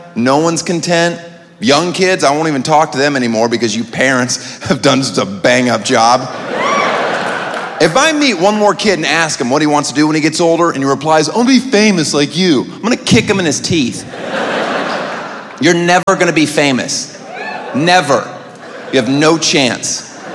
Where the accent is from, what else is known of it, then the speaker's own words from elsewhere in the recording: United States; Neither do I, because I'm American.